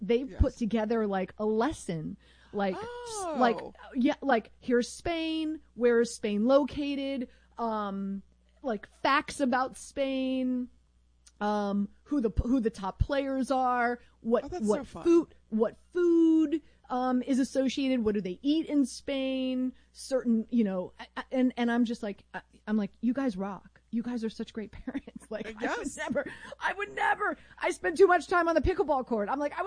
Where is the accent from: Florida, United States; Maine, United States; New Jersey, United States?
Florida, United States; Miami; Well, I'm born and raised in Miami. You didn't pick up y'all in Miami.